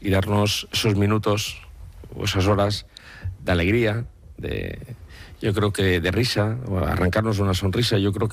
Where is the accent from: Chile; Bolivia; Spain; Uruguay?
Spain; Valencian Community; yo creo que sí que tenía algunos rasgos muy característicos Tip de lo que somos los valencianos